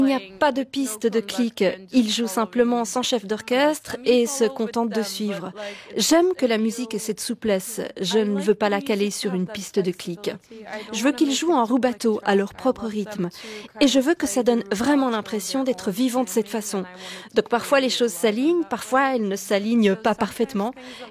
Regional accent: Turkey; accent: Turkish; first language Turkish; French is a second language; fait chaque petite trace d'accent turc que j'ai. Et on entend ces expressions idiomatiques propres à ma langue maternelle que j'utilise à peine. Je ne parle plus beaucoup turc dans ma vie

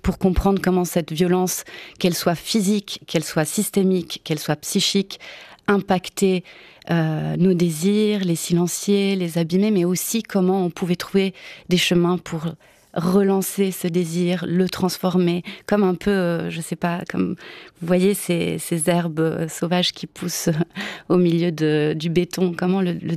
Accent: Italy; Et c'est quelqu'un de très important pour moi parce que je suis italienne à mon tour.

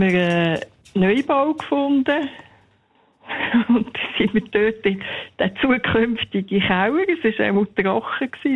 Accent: Zofingen, Aargau, Switzerland; nachher immer plötzlich wieder alle von der gleichen Stadt zusammen getroffen, also von Zofingen her, wo ich aufgewachsen bin.

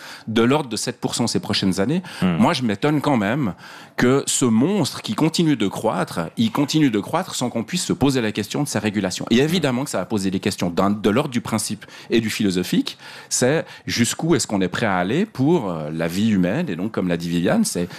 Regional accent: Switzerland; C'est que probablement que c'est une question qu'on se pose en tant que Suisse.

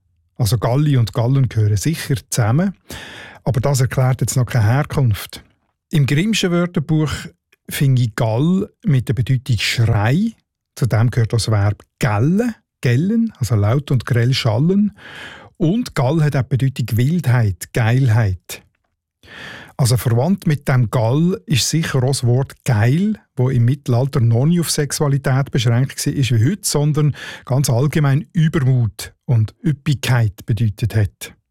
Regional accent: Northwestern Switzerland, Switzerland; accent: Northwestern Swiss German; Ich würde dem ja Geukel sagen, in meinem Nordwestschweizer Dialekt.

